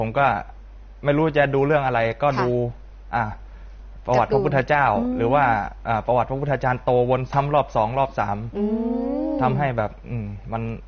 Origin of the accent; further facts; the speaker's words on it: Samut Prakan, Thailand; born there; คือตอนเด็กๆนะครับผมเกิดที่จังหวัดสมุทรปราการนะครับผมสมุทรปราการ